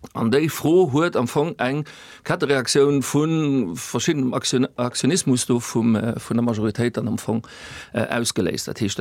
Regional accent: Esch-sur-Alzette, Luxembourg; born there; Also als geborenen Escher

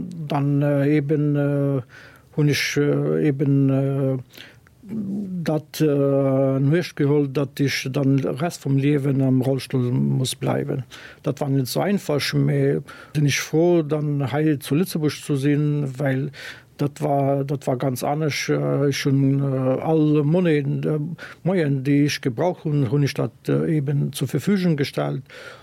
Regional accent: Tetovo, Polog, North Macedonia; born there; German is a second language; Ich komme aus Westens Mazedonien. Ich war gebürtig zu Tetovo.

